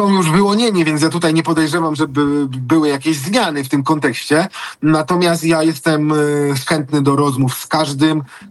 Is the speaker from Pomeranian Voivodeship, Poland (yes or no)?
no; Kraków, Lesser Poland, Poland; No, lubię Kraków, bo się tutaj urodziłem. To jest mój dom, w którym i się wychowałem na tym nowochódzkim osiedlu, nowochódzkim podwórku.